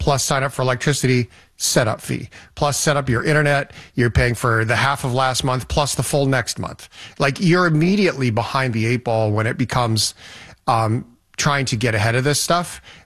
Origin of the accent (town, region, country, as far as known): Alberta, Canada